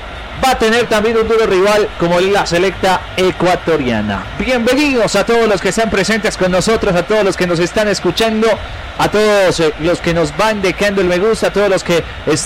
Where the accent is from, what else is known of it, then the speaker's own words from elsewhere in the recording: Colombia; Yo como colombiano les digo